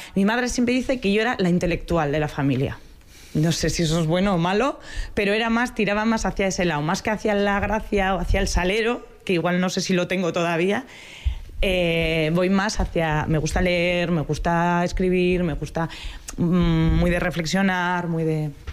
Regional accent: Sopelana, Basque Country, Spain; born there; los recuerdos que más me vienen son recuerdos de tranquilidad, de un sitio pues alejado del centro de Sopelana

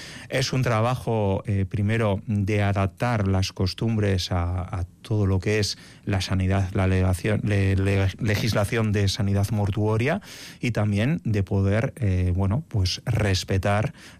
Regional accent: Basque Country, Spain; yo soy un pueblo vasco por supuesto, pero que tiene una entidad propia

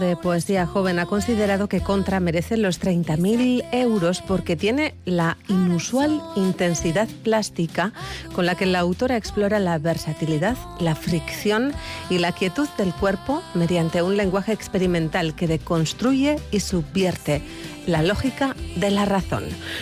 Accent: Basque Country, Spain; ¿Qué de contra somos los vascos, no?

